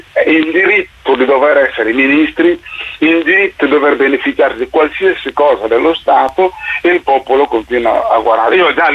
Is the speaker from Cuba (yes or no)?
no; Guinea; Dal del mio paese, sì, in Guinea, diciamo, quindi penso, sono quasi una apolide